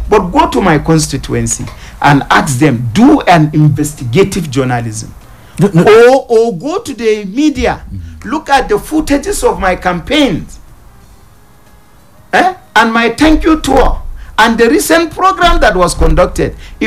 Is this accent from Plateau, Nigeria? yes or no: yes; Kanam, Plateau, Nigeria; I am from Kanam.